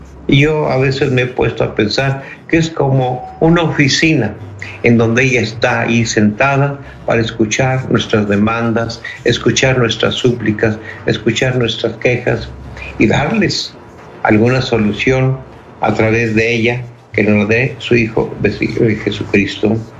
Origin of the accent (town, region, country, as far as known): Mexico